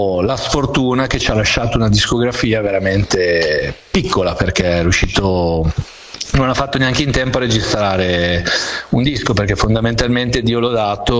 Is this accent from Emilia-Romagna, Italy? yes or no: yes; Bologna, Emilia-Romagna, Italy; È un amico con cui sono cresciuto a Bologna